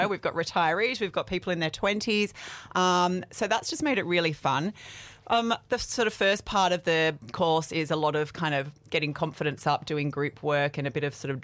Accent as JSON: {"language": "English", "town": "Sydney", "region": "New South Wales", "country": "Australia", "moved": "as an adult", "said": "I'm also from Sydney, but I've been up here for about 15 years."}